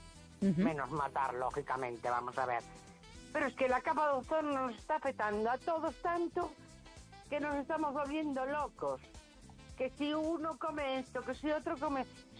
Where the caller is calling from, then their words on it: A Coruña, Galicia, Spain; De Coruña.